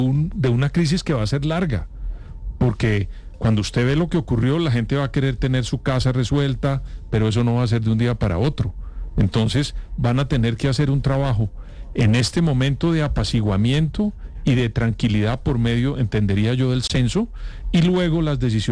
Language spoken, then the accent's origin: Spanish; Colombia; yo como colombiano esperaría que frente al fenómeno del Niño